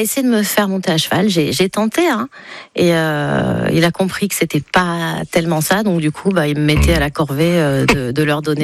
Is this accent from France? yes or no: yes; Nice, Provence-Alpes-Côte d'Azur, France; Je suis du sud. Et je sais à peine nager, je suis niçoise.